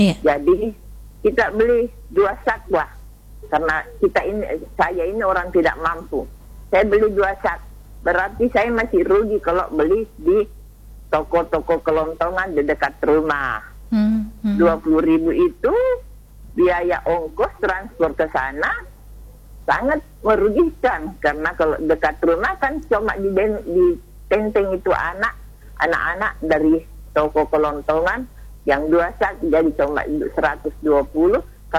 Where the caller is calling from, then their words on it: Parepare, South Sulawesi, Indonesia; Di daerah saya di daerah saya itu sulit gas.